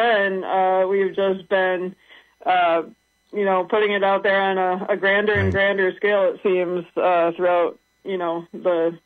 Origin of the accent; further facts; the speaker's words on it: Port Huron, Michigan, United States; I grew up in Port Huron, Michigan